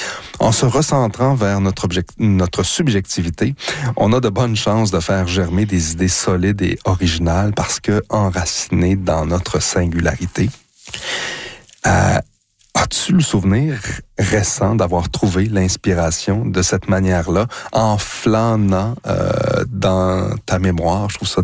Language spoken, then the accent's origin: French; Drummondville, Quebec, Canada; si je retourne à Drummondville, là où j'ai grandi, pour faire le même exercice de flânerie mémorielle